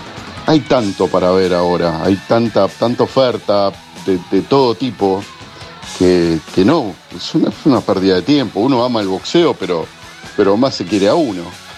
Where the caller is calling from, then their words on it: Tigre, Buenos Aires Province, Argentina; de Tigre.